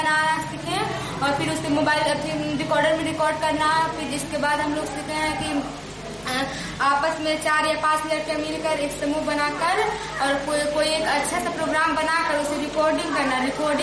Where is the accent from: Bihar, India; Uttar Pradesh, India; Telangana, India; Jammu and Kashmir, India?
Bihar, India; मैं कुमार बिहार की रहने वाली हूँ